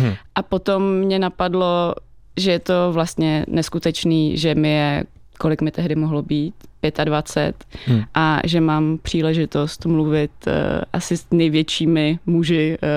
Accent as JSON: {"language": "Czech", "town": "Slušovice", "region": "Zlín Region", "country": "Czechia", "said": "Jestli jsem jim říkala, že jsem ze Slušovic, ne, Slušovice jsem vynechala."}